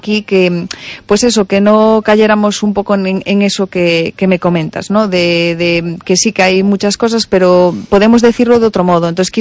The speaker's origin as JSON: {"language": "Spanish", "town": "Vilalba", "region": "Galicia", "country": "Spain", "said": "yo soy de Vilalba, Lugo"}